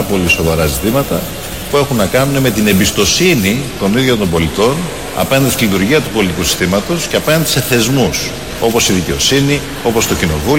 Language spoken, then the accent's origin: Greek; Athens, Attica, Greece; Εγώ γεννήθηκα και μεγάλωσα σε μια μεσοαστική περιοχή, στους Αμπελόκηπους.